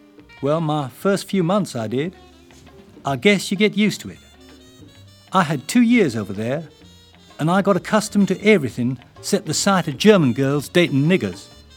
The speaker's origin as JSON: {"language": "English", "region": "England", "country": "United Kingdom", "said": "Barry and I, two English boys"}